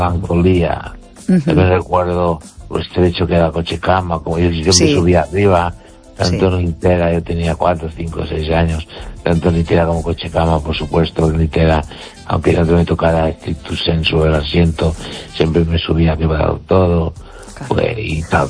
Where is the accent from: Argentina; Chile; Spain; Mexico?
Spain; Galicia; Y mi pueblo está a unos 9 kilómetros 8 de los Peares. En la montaña. Y entonces bajábamos en los Peares.